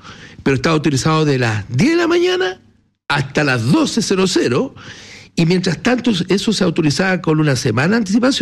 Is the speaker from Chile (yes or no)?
yes; Chile; nos hicieron fuertes como nación chilena